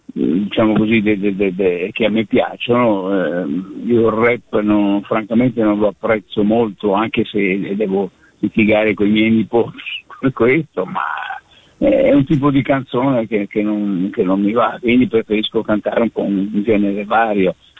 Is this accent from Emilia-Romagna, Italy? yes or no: no; Milan, Lombardy, Italy; io sono cresciuto a Milano